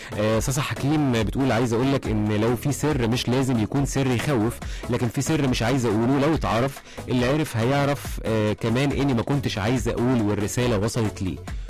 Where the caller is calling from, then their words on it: Cairo, Cairo Governorate, Egypt; من القاهره